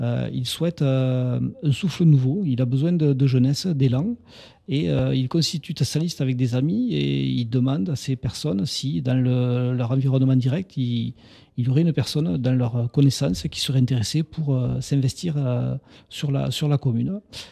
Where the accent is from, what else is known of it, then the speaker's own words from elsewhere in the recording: Tarascon-sur-Ariège, Occitanie, France; born there; donc je suis né à Tarascon, j'ai fait des études à Toulouse dans l'hôtellerie